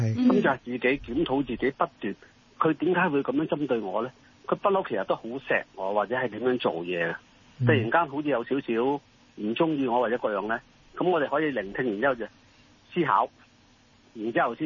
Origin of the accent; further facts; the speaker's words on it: Hong Kong; 我哋香港